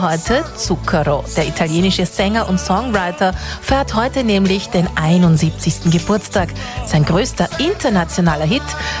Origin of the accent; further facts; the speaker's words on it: Austria; Bei uns in Österreich ist es ein Riesenhit geworden, sogar 6 Wochen auf Platz 1.